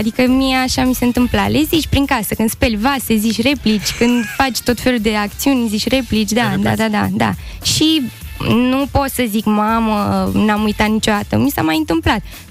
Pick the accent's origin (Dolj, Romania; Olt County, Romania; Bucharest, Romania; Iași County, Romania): Iași County, Romania; Iași; sunt din Iași, am bunici la țară